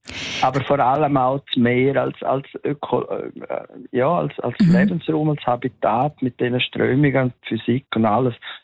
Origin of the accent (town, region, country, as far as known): Vättis, St. Gallen, Switzerland; born or raised there